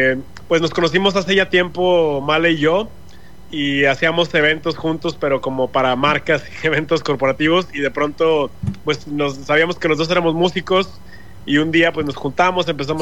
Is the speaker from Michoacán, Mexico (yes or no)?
no; Monterrey, Nuevo León, Mexico; now in Mexico City, Mexico; venimos de la Ciudad de México, yo soy de aquí originario de Monterrey, okay.